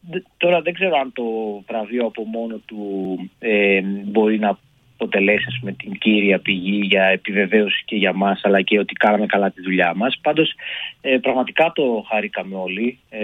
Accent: Kozani, Western Macedonia, Greece; moved away as an adult; also born or lived in Thessaloniki; Ούτως ή άλλως είμαι Κοζανίτης, η καταγωγή μου είναι από την Κοζάνη, ζω εδώ πέρα. Αλλά πραγματικά είμαι και μισός Θεσσαλονικιός, γιατί είμαι 23 χρόνια που ζούσα στην πόλη.

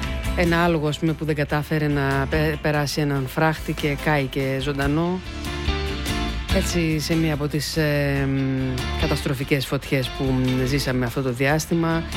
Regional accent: Greece; Είμαστε Έλληνες εμείς. Μιλάμε στον ελληνικό όπως πρέπει.

